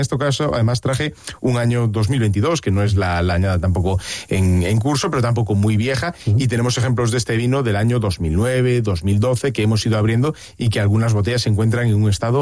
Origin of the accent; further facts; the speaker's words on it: Galicia, Spain; Como buen gallego, depende.